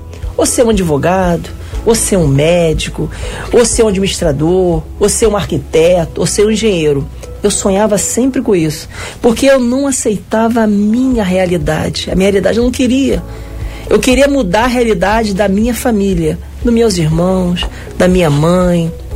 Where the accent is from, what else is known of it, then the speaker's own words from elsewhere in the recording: Niterói, Rio de Janeiro, Brazil; eu sou um cara de oriundo de comunidade, nasci em Niterói, Santa Rosa, na comunidade do Viradouro